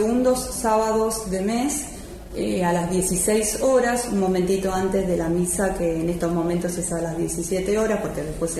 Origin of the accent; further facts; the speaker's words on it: Berisso, Buenos Aires Province, Argentina; yo soy de Berisso y empecé en la parroquia San José Obrero